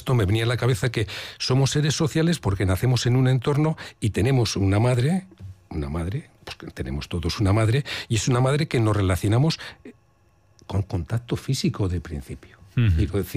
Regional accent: Bilbao, Basque Country, Spain; moved away; Yo cuando me preguntan de dónde eres, digo, de Deusto. Y luego hace tiempo que no vivo en Deusto

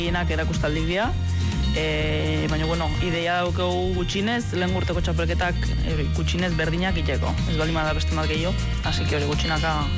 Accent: Pamplona, Navarre, Spain; azkenen Iruñakoa naiz

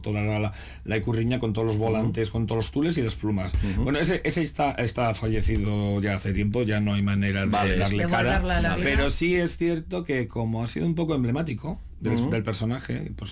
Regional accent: Vitoria-Gasteiz, Basque Country, Spain; born there; También, no se nos olvide que yo soy nacido en Gasteiz.

